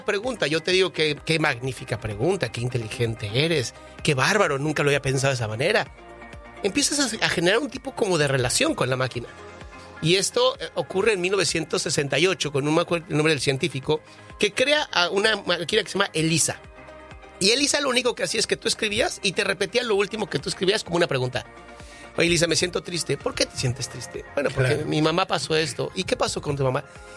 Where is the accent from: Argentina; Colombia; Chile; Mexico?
Mexico; moved away; yo sí soy mexicano porque nací en México, pero mis papás son argentinos.